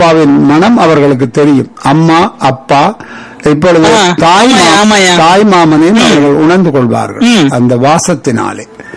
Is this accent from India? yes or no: no; Sri Lanka; moved away as an adult; now in Canada; ஈழத்தமிழ் தாய் பெற்ற தமிழ் மகன், ஈழத்தமிழ் தாய் ஊட்டிய பால் குடித்தவன், ஈழத்தமிழ் மண்ணிலே ஓடி திரிந்தவன், தமிழை சுவாசிப்பவன், தமிழை வாசிப்பவன், தமிழை நேசிப்பவன், தமிழ் ஆசிரியனாக பேராசிரியராக இருந்திருக்கின்றேன் இலங்கையிலே.